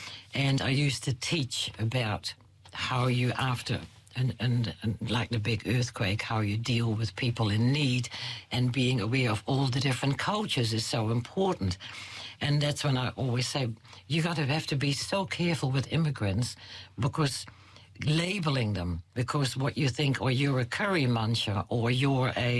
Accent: Netherlands; now in Christchurch, New Zealand; As a Dutchie, but now being New Zealander

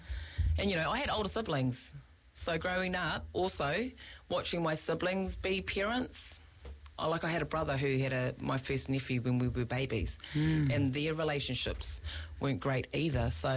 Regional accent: Camberley, South East England, United Kingdom; And you know, I was labeled, because I was brought up in Camberley, that I was this girl back in the day, which I wasn't.

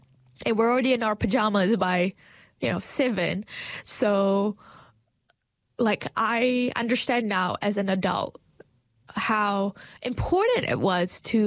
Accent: Malaysia; moved away; growing up in Malaysia

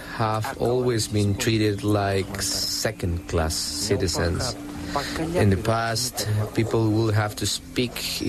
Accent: Cusco, Peru; English is a second language; I was born in Cusco City, but I passed my first years with my mother in the countryside. She was a teacher. She is retired, and so that's where I learned the Quechua

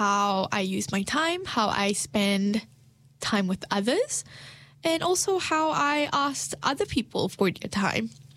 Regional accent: Malaysia; now in New Zealand; Being Malaysian here in Aotearoa, New Zealand, I still have my societal expectations that unfortunately I carry with me because of how I grew up or how I was raised in my community back home.

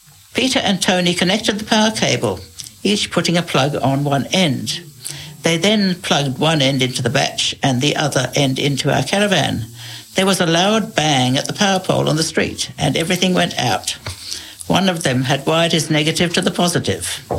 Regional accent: Sri Lanka; moved away as an adult; also born or lived in Pakistan / Australia; now in New Zealand; I'm writing about my youth growing up in Sri Lanka and then marrying and moving on to Pakistan, living there for 9 years, and then going to Australia and finally ending up in New Zealand in 1971.

